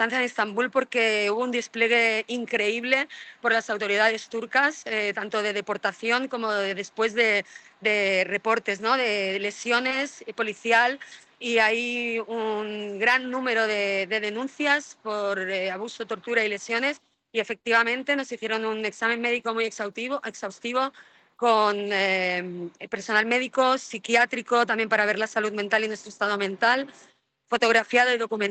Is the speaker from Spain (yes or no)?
yes; Spain